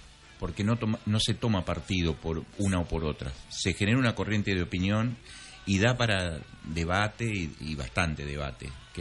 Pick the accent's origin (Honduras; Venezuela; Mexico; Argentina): Argentina; cómo somos los argentinos en general